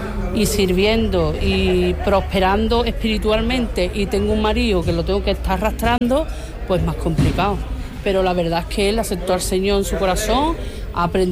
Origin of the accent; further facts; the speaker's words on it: Cádiz, Andalusia, Spain; now in Carmona, Spain; Entonces yo dije, pues me voy, porque yo soy de Cádiz, yo no soy de aquí. Entonces yo le dije a mi marido, mira, nos vamos para Carmona.